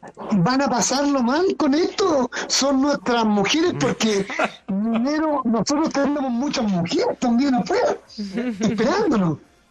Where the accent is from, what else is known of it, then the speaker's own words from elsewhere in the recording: Chile; pasaban muchas cosas por la cabeza de nosotros como mineros chilenos.